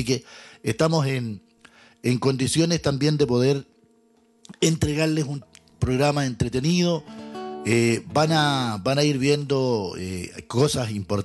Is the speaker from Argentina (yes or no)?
no; Linares, Maule, Chile; yo soy de Linares